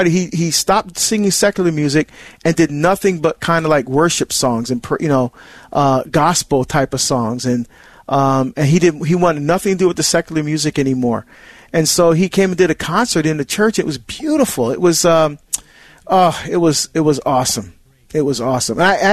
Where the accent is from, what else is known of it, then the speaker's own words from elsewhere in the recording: Barbados; very popular in my country, my home country of Barbados. In fact, when my daughter Angela and I go home, or when I, well, I call home Barbados, that's where I'm from, right?